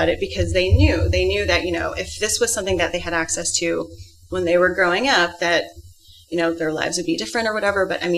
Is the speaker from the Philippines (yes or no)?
yes; Philippines; And, you know, and I'm not, I'm Filipino, so mm-hmm.